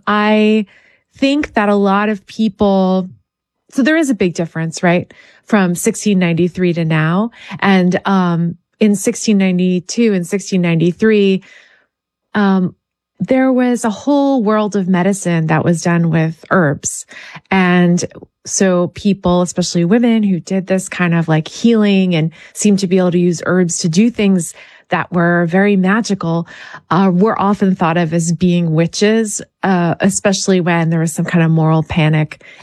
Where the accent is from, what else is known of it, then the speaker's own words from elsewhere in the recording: Pennsylvania, United States; I was talking with your producer who's from West Virginia and I'm from Pennsylvania. The woods feel really haunted.